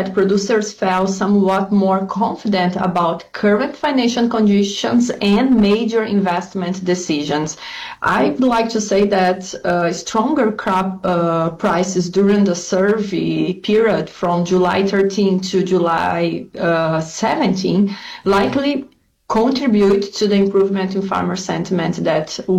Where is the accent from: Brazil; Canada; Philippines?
Brazil; South Region; now in West Lafayette, United States; I'm from the south of Brazil, close to Argentina and Uruguay, so sometimes we have cold days